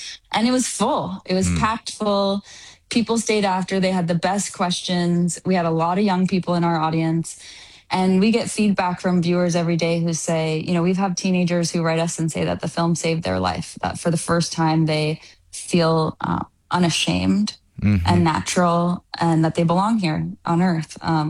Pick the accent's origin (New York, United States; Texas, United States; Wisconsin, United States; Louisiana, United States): Texas, United States; a teen girl growing up in Texas.